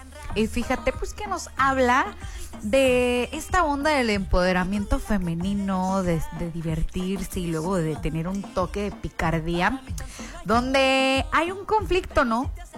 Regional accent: Mexico; porque somos mexicanos y viva México.

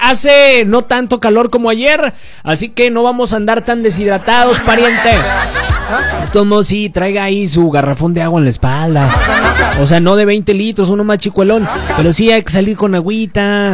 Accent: El Salto, Durango, Mexico; moved away; mi mero Salto. De allá soy del Salto yo, allá nací, allá crecí, allá me desenrollé, allá me desenvolví

